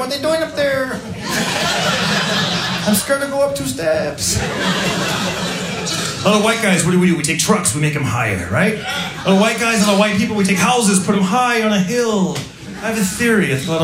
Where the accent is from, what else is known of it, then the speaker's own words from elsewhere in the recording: Fresno, California, United States; I grew up in Fresno, California. I grew up in a Latino neighborhood.